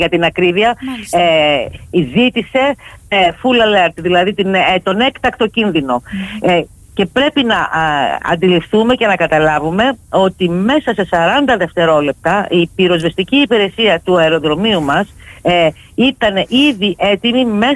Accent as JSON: {"language": "Greek", "country": "Greece", "lives_now": "Zakynthos, Greece", "said": "Πραγματικά νιώθω περήφανη πρώτα σαν Ελληνίδα"}